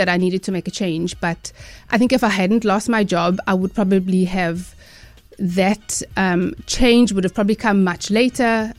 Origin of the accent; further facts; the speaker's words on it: South Africa; So definitely, as a South African